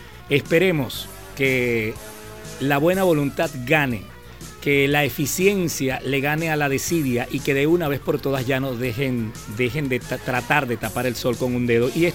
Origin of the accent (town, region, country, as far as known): Venezuela